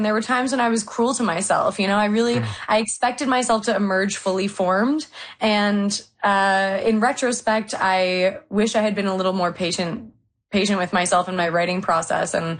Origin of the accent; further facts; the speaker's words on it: Vancouver, British Columbia, Canada; I grew up in Vancouver, and I was lucky enough to live in Kitsilano. I grew up in like a hippy-dippy co-op, and I was really close to Kits Beach.